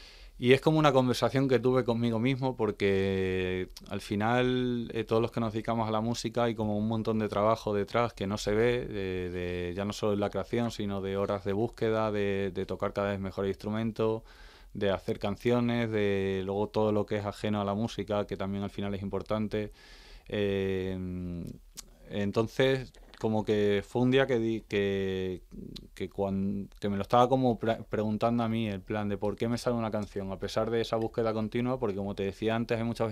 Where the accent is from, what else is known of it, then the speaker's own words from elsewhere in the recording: Plasencia, Extremadura, Spain; moved away; hoy es la vez que más tiempo llevo sin tocar en mi ciudad